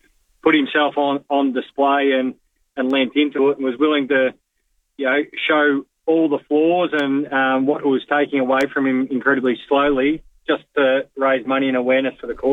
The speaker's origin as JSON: {"language": "English", "town": "Geelong", "region": "Victoria", "country": "Australia", "tie": "born or raised there", "said": "but growing up in Geelong in the 90s, it was hard not to get behind the Cats."}